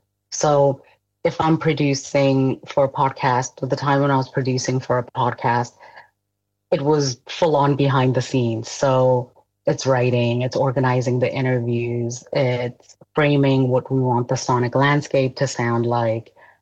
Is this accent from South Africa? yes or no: yes; South Africa; also born or lived in East Germany / Zambia / Iraq / Canada; I am a South African who was born in East Germany, a country that doesn't exist anymore. And I grew up across Zambia, Iraq, Canada, and here in South Africa.